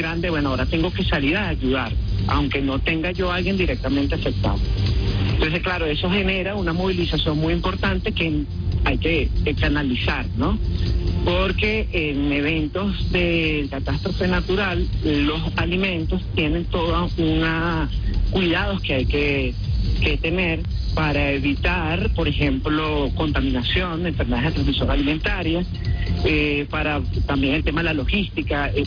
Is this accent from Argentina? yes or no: no; Venezuela; y por supuesto también como venezolano, ¿no?